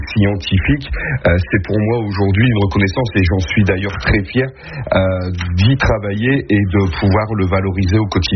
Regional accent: Maubeuge, Hauts-de-France, France; Oui, je suis natif de Maubeuge, et du fait, j'ai toujours connu le zoo de Maubeuge, j'ai toujours été au zoo de Maubeuge

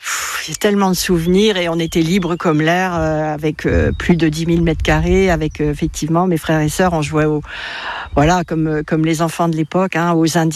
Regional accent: Paris, Île-de-France, France; c'est parce que moi quand j'étais petite, j'habitais à Paris

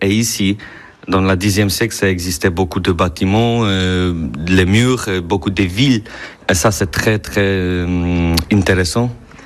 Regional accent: Poland; French is a second language; moved away as an adult; now in Poitiers, France; je suis Polonais, j'arrive à Poitiers à dernière année, à juin.

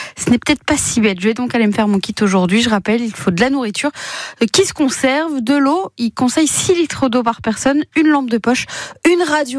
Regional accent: Brittany, France; chez nous en Bretagne

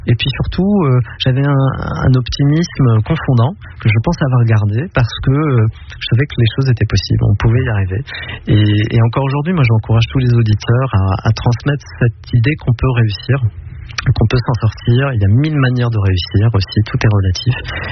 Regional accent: Hérouville-Saint-Clair, Normandy, France; moved away; Étant au Grand Parc à Hérouville-Saint-Clair

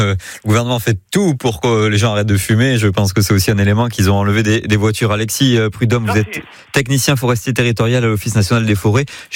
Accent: Nouvelle-Aquitaine, France; la prévention des forêts qui est si importante chez nous au Pays Basque

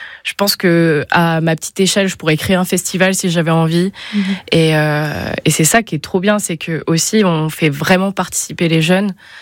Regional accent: Pays de la Loire, France; now in Berry, France; je viens de Vendée, donc c'est un milieu très touristique.

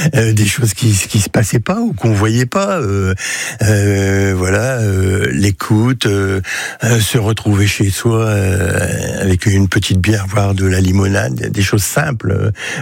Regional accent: Lille, Hauts-de-France, France; born there; Moi, je suis né à Lille. Alors, en 1959, j'ai 66 balais, voilà.

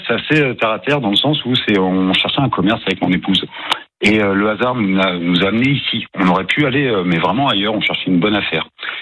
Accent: Brittany, France; now in Nice, France; je ne suis pas natif du comté de Nice, quoi, même de la région, moi de base je suis breton

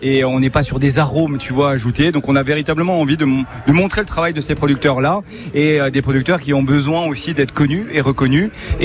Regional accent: Grand Est, France; jusqu'à chez moi en Alsace

